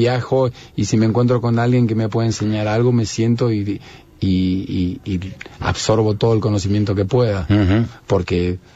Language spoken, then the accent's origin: Spanish; Apóstoles, Misiones, Argentina; yo nací en Apóstoles Misiones y gran parte del año hace calor